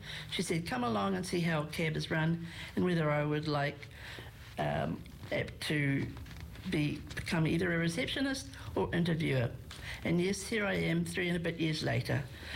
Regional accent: Auckland, New Zealand; moved away as an adult; also born or lived in Rotorua; now in Napier, New Zealand; I was born in Rotorua and brought up in Manurewa, Auckland. 4 years ago, we decided to semi-retire and sold up and moved from Auckland to Napier. I am from Ngāti Tūwhare toa Rangi Wewehi iwi on my mother's side and Dutch on

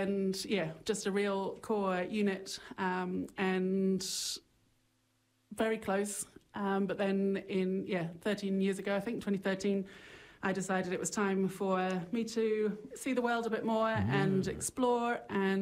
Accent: United Kingdom; From the UK, some people say it's obvious. Other people say that there's a bit of a Kiwi twang there now.

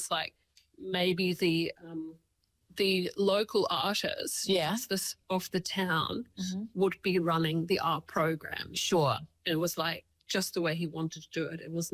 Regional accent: Zurich, Switzerland; English is a second language; now in Invercargill, New Zealand; I was like from Zurich and Main Street. I was like kind of transported to this to Invercargill

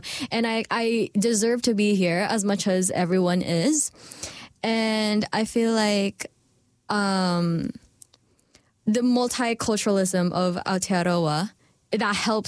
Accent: Philippines; born or raised there; moved away

